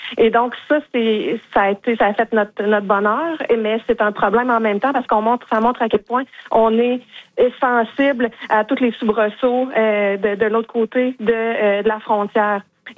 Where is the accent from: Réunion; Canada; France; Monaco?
Canada; Quebec; je suis québécoise